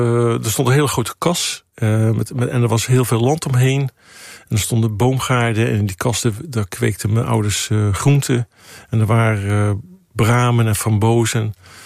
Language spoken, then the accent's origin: Dutch; Zeeland, Netherlands; born there